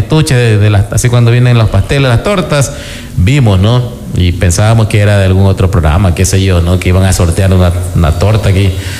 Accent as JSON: {"language": "Spanish", "country": "Ecuador", "said": "dentro de nuestra nación, ya como Estado ecuatoriano"}